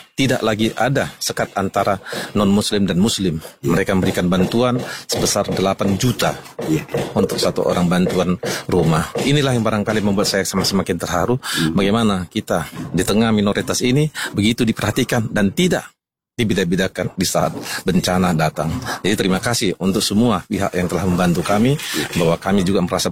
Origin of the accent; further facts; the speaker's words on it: Lhokseumawe, Aceh, Indonesia; also born or lived in Medan / Tapanuli; Karena selain saya lahir di Medan, di Tapanuli, tapi saya besar di Aceh ini, khususnya di Kota Loksumawe.